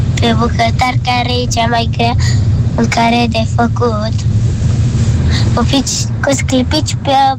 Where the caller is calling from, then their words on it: Bucharest, Romania; am 8 ani, sunt de la București